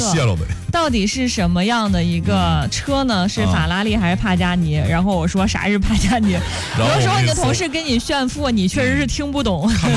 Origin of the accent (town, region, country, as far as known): Henan, China